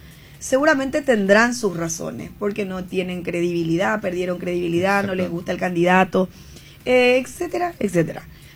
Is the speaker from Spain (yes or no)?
no; Paraguay